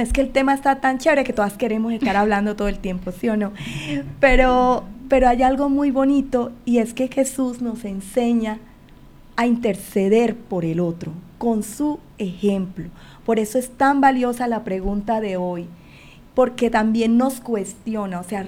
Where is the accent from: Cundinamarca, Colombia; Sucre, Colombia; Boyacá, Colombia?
Sucre, Colombia; Sincelejo; moved away; En Sincelejo, nosotras somos de Sincelejo, Sucre.